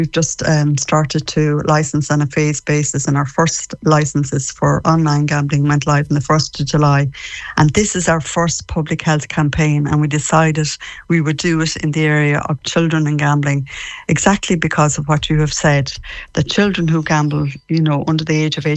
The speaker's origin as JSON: {"language": "English", "region": "Connacht", "country": "Ireland", "said": "I'm a Mayo woman myself."}